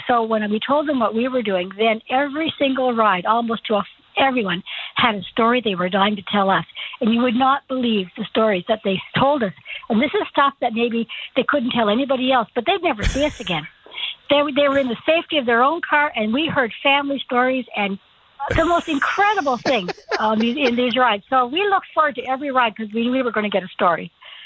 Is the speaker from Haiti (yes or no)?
no; Ontario, Canada; also born or lived in Glace Bay, Nova Scotia; raised in Glace Bay, Cape Breton. My parents emigrated for the work in mines up in Northern Ontario, so I was brought up in Northern Ontario.